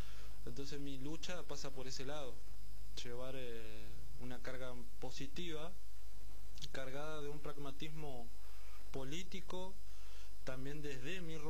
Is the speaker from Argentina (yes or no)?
yes; Quilmes, Buenos Aires Province, Argentina; also born or lived in La Boca, Buenos Aires; soy hijo de paraguayo, yo tengo sangre guaraní, mi familia es paraguaya, yo soy argentino, nacido en La Boca, pero criado en Villa Itatí.